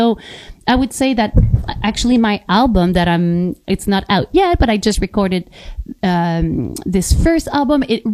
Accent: Quebec, Canada; moved away as an adult; now in Yukon, Canada; So I would say that like you know, half of my life, like the first half I was in Quebec, and for sure I'm from Quebec. And then I moved here. I was a young adult.

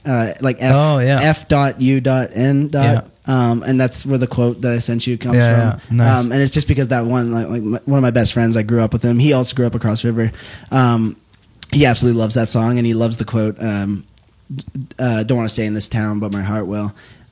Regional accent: Dawson City, Yukon, Canada; moved away; It's like, man, I'm like actually grew up here.

